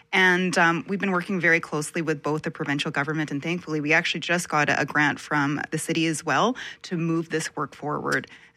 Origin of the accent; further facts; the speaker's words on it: Manitoba, Canada; I'm very proud to be as much a Filipino Manitoban and a Manitoban.